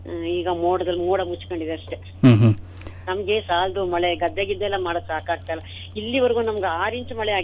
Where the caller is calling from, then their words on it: Sakleshpur, Karnataka, India; ನಾನು ಸಕಲೇಶ್ಪುರಿಂದ